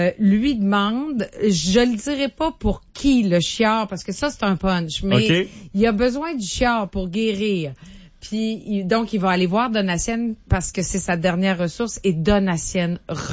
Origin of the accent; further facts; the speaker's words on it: New Richmond, Quebec, Canada; moved away; Moi, je viens de New Richmond en Gaspésie.